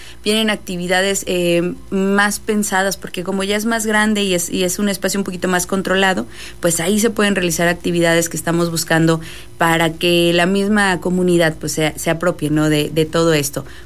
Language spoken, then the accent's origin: Spanish; San Juan de la Vaquería, Coahuila, Mexico; yo vengo de San Juan de la Vaquería